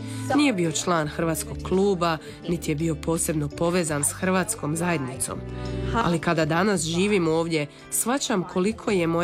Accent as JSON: {"language": "Croatian", "town": "Perth", "region": "Western Australia", "country": "Australia", "tie": "born or raised there", "lives_now": "Podgora, Croatia"}